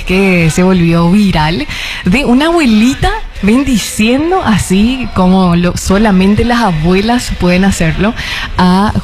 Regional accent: Paraguay

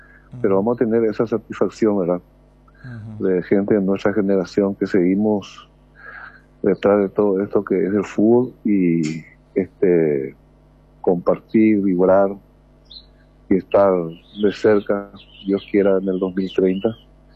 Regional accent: Paraguay; nos satisface eso como paraguayo.

